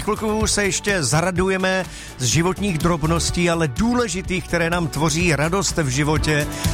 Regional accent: Vysočina Region, Czechia; Není to pravda. Já jsem z Vysočiny.

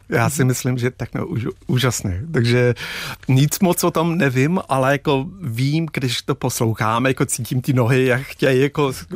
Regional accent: Dublin, Leinster, Ireland; Czech is a second language; now in Czech Republic; malý, hezký středoslavovský dům jako, jako v Dublinu. Jsem tam vyrůstal.

